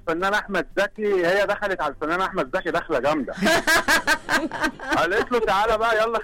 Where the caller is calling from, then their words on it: Cairo, Cairo Governorate, Egypt; أنا بسمعك من الزاوية الحمراء وحاليا في الدرب الأحمر